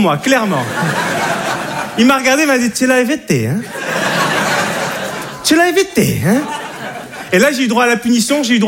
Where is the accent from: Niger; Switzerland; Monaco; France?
Monaco; Monte Carlo; et je suis de Monaco, Monte Carlo. Voilà. Le rocher, le prince, les princesses, hein, le Grand Prix de Monaco, les Arabes. Non, je suis l'arabe de Monaco.